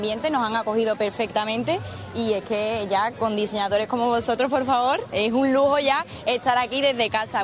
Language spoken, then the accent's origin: Spanish; Seville, Andalusia, Spain; yo soy de Sevilla